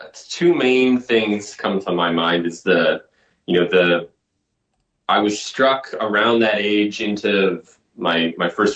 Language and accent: English; Manitoba, Canada; Really, everybody growing up in Manitoba knows this idea, you know, that vast expanse, both in summer and the sort of the clarity of the cold in the deep winter.